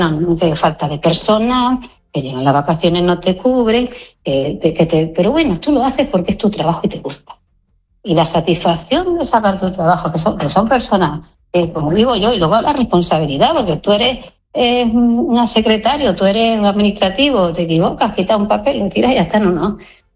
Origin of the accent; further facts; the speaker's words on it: Spain; Nosotros somos españoles, tanto Ceuta como Melilla